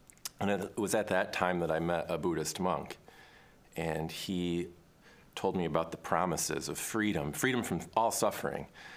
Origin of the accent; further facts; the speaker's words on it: Michigan, United States; now in New York, United States; I'm a seminarian in New York. But I grew up in Michigan through the 90s.